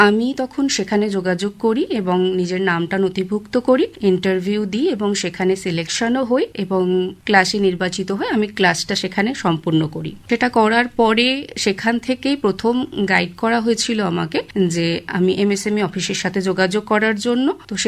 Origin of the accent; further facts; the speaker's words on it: Howrah, West Bengal, India; আমার বাবা চাকরি করতেন ন্যাশনাল জুট মিলে, যেটা হাওড়া বাণীপুরে আছে। আমি মিলের কোয়ার্টারে থাকতাম, যেহেতু একদম ছোট থেকেই কোয়ার্টারের মধ্যে থাকার ফলে মিলের ভিতরটা আমি খুব ভালো করে দেখেছি। ওখানেই আমার বেড়ে ওঠা।